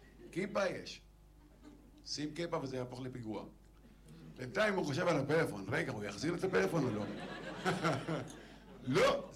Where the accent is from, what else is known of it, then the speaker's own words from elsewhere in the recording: Deir al-Asad, Northern District, Israel; אני גדלתי בכפר דיר אל-אסד